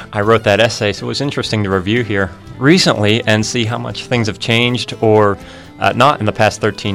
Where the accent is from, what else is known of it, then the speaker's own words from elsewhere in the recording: Pittsburgh, Pennsylvania, United States; He was a battalion chief with the city of Pittsburgh. I grew up in Engine 30